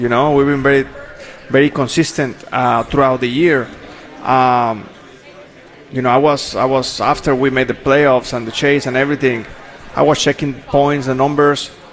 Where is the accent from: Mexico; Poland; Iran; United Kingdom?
Mexico; English is a second language; now in United States; when I moved to the United States, I didn't speak English.